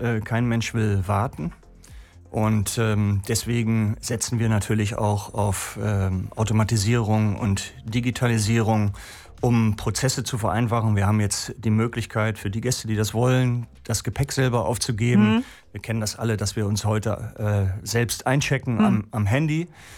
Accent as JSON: {"language": "German", "region": "Hamburg", "country": "Germany", "moved": "yes", "said": "gehe ich als Hamburger auch sehr gerne hin."}